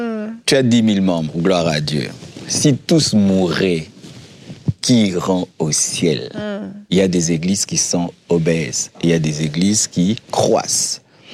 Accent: Kinshasa, DR Congo; Comme j'ai grandi à Lemba, je voulais implanter une église à Lemba parce que j'étais connu à Lemba, j'avais des amis à Lemba

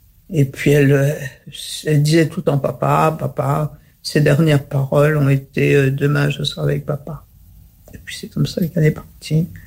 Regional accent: Paris, Île-de-France, France; born there; also born or lived in Vendôme; je suis née à Paris. En fait, non, je suis née à Vendôme.

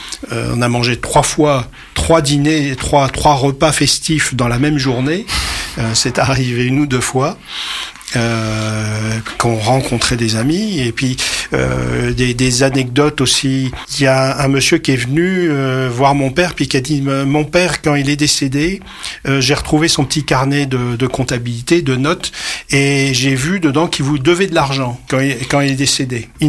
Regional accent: France; born there; Alors moi, non, je suis né en 63, donc je suis né 3 ans plus tard, à Clermont.

